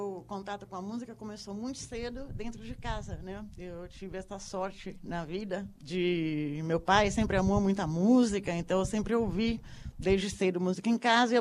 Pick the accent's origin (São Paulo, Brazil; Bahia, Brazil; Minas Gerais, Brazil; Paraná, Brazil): São Paulo, Brazil; moved away as an adult; also born or lived in Germany; now in Rio de Janeiro, Brazil; com quase 20 anos, eu fui para a Alemanha, onde eu sou de São Paulo, né?